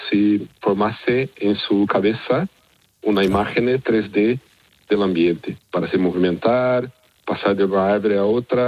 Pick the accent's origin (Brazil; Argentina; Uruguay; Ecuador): Brazil; Spanish is a second language; Yo estaba en máster en Brasil, yo soy brasileño.